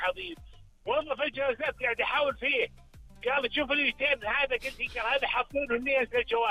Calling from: Al-Qassim, Saudi Arabia

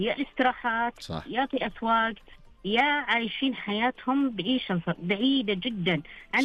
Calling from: Al Majma'ah, Riyadh Province, Saudi Arabia; من المجمعه.

